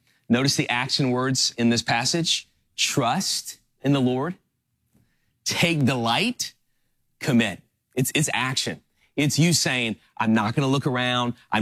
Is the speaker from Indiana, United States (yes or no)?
no; New Orleans, Louisiana, United States; also born or lived in Miami; now in Orange County, United States; I grew up in New Orleans and I lived in Miami for 8 years and now I live in Orange County. And so I've lived in coastal cities and grew up in a great city with great seafood.